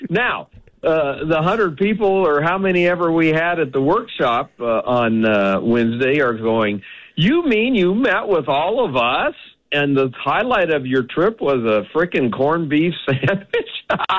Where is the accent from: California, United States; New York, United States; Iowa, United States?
California, United States; San Diego; a big aircraft carrier just left San Diego, California, my hometown, headed for where?